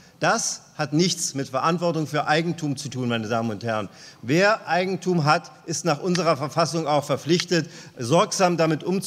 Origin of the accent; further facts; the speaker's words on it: Germany; Die erste Frage, die wir uns als Deutsche stellen müssen